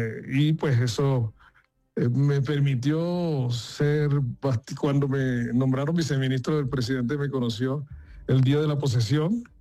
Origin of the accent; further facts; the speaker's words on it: Montería, Córdoba, Colombia; born there; Nací en Montería.